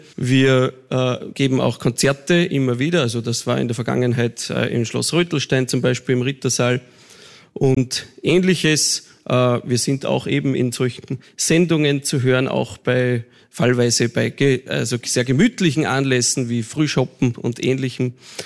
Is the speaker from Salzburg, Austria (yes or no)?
yes; Salzburg, Austria; now in Styria, Austria; ich bin gebürtiger Salzburger. Das sage ich immer mit sehr viel Stolz, seit ich in der Steiermark wohne.